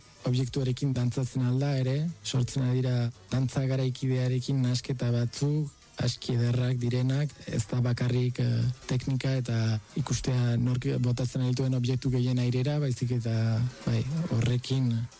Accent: Vitoria-Gasteiz, Basque Country, Spain; unibertsitate garaia bukatu eta berriz sorterrira itzuli nintzen, Gasteizera, eta han ezagutu nuen elkarte bat

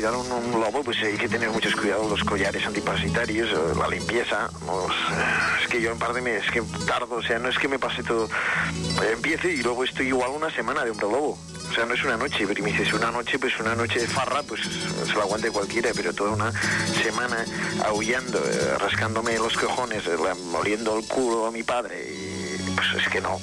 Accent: Region of Murcia, Spain; also born or lived in Germany; Pues mira, yo soy de Tarcilla de Ramos, de Murcia.

